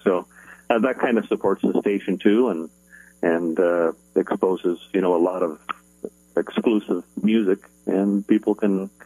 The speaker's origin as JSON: {"language": "English", "country": "Canada", "said": "I'm originally from Canada, and a lot of that music I have in rotation, and it just really hadn't been heard outside of that country before"}